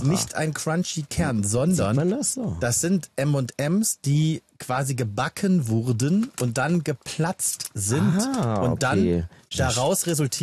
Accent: Berlin, Germany; Ich als Berliner

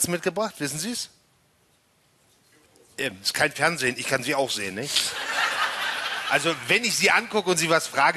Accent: Magdeburg, Saxony-Anhalt, Germany; Brückenbauer. Fallen mir als Magdeburger ein paar Brücken ein, ne?

